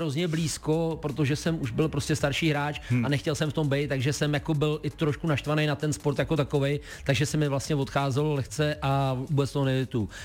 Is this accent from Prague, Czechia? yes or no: no; Liberec, Liberec Region, Czechia; My tomu říkáme u nás na severu, já jsem z Liberce, u nás na severu tomu říkáme, že to je cufíl.